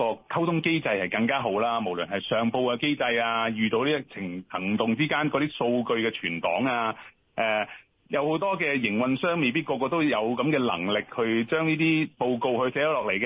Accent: Hong Kong; 我哋香港人

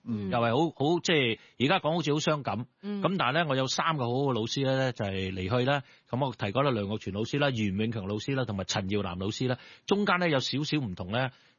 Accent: Kowloon, Hong Kong; born there; 我喺九龙塘牛津道嘅培圣中学度读，系绝对唔系一间名校嚟嘅。

